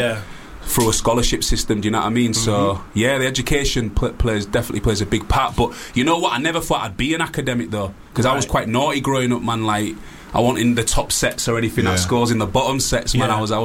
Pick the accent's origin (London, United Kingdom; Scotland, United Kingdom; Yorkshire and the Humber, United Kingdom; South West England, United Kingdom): Yorkshire and the Humber, United Kingdom; Hull; All my life, born and bred in Hull